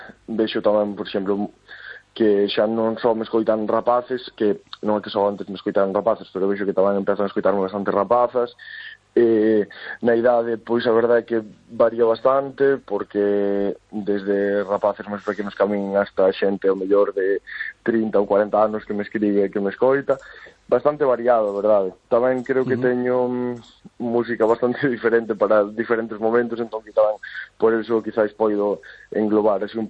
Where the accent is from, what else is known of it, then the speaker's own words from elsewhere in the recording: Galicia, Spain; simplemente son galego, falo galego, a miña lingua é galego